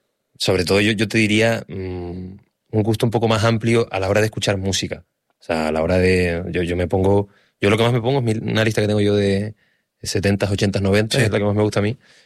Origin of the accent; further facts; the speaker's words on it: Canary Islands, Spain; yo soy canario. O sea, yo he vivido toda la vida en Canarias. O sea, toda la vida.